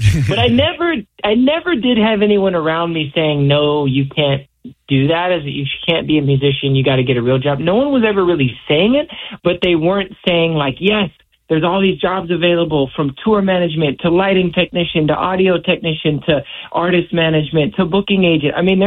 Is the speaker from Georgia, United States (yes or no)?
no; Hawaii, United States; also born or lived in Seattle; When I moved to Hawaii when I was, summer before fifth grade. So I was actually born in Seattle.